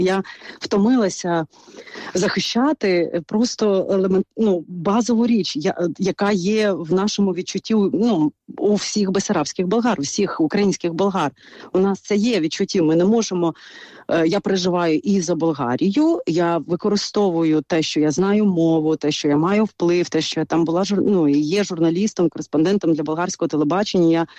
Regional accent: Odesa Oblast, Ukraine; А тут я підкреслю, що я українська болгарка, бесарабська болгарка, для того, щоб вони регіонально знали, звідки, де ми живемо

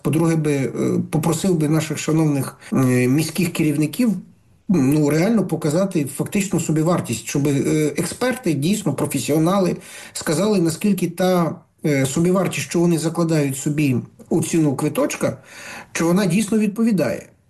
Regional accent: Kyiv, Ukraine; ми всі кияни, правда? Ми ж всі платимо тут податки, ми всі живемо в тому місті.

